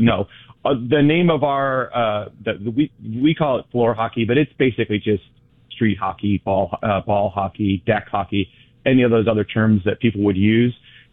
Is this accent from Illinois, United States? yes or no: no; Bay Area, California, United States; now in San Diego, United States; I'm from the Bay Area originally, so I'm a Giants fan.